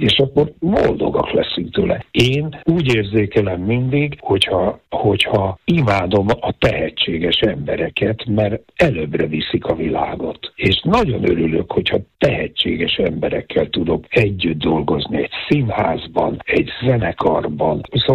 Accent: Budapest, Hungary; a Budai várban nőttünk fel, ami egy csodálatos helyszín

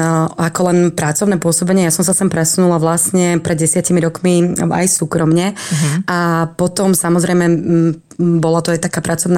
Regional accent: Malacky, Bratislava Region, Slovakia; moved away as an adult; now in Trenčianske Teplice, Slovakia; Ja pochádzam inak z Malaciek, z Bratislavského kraja teda, takže tam mám rodičov, mám tam vlastne rodný dom a som tam vlastne žila dlhé roky, takže poznám veľmi dobre aj Záhorie, ale 10 rokov teda už Teplice sú takým aj môjim domovom

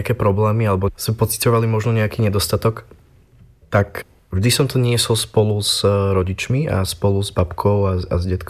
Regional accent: Košice, Košice Region, Slovakia; Pochádzam z Košíc, z Dargovských hrdinov, sídliska, respektíve Furča. Bývali sme 12 v dvojizbáku Romáci

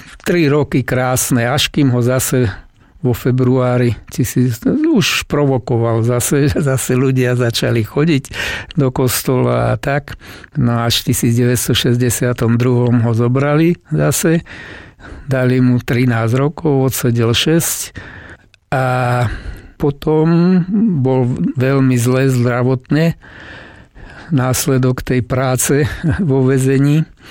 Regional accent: Liptovský Mikuláš, Žilina Region, Slovakia; tak sme sa presťahovali do Mikuláša. V Porúbke som chodil 3 roky základnej školy, v Mikuláši ďalšie 3 roky a v Bátovciach ďalšie 3 roky.

